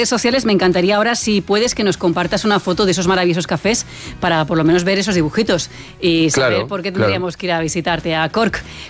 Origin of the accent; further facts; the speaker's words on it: Spain; aprender inglés británico para nosotros como españoles es más fácil, ¿no?